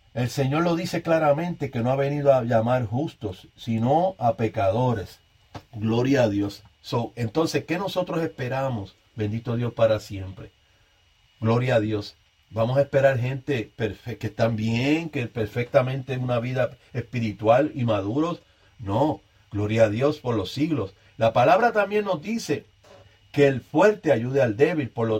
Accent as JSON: {"language": "Spanish", "country": "Puerto Rico", "said": "O sea que no es porque yo soy puertorriqueño, voy solamente a los míos"}